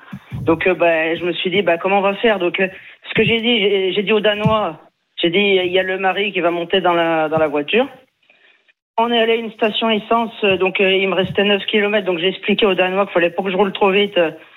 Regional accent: Pays de la Loire, France; C'est parce que comme je suis originaire des Pays de la Loire, là d'ailleurs j'habite en Mayenne

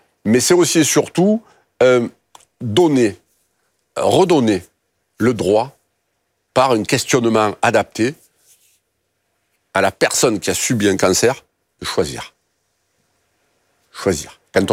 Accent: Marseille, Provence-Alpes-Côte d'Azur, France

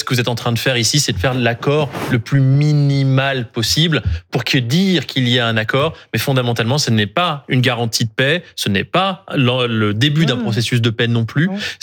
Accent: France; chez nous en France

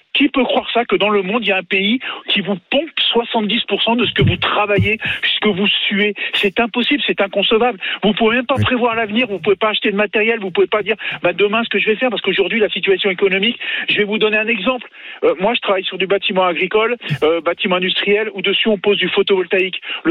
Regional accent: France; Bon, moi, je suis français, je travaille avec une entreprise française.

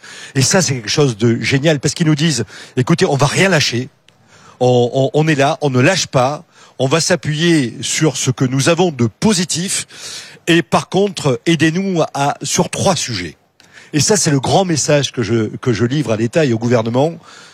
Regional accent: South-West France, France; comme on dit chez moi, dans le Sud-Ouest

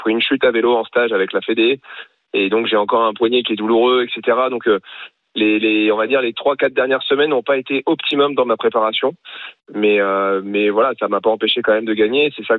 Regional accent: Normandy, France; je suis normand

